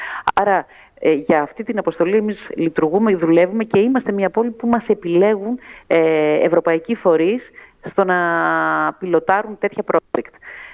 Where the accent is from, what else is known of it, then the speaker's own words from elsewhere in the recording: Trikala, Thessaly, Greece; moved away as an adult; also born or lived in Athens; Γύρισα στα Τρίκαλα και πάλι νιώθω ότι μου λείπει το πράσινο.